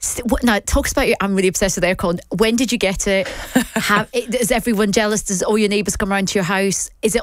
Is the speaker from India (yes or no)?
no; Scotland, United Kingdom; I've got Asian heritage. It's done nothing for me. That's because I was brought up in Scotland, though.